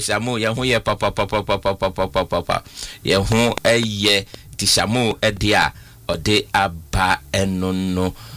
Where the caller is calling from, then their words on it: Tema, Greater Accra, Ghana; from Tema.